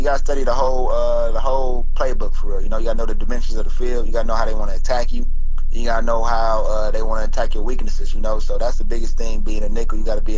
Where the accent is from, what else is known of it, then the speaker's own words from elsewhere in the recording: Indiana, United States; And for me, it's been surreal because I grew up in Indiana a little bit. My dad played for the Colts.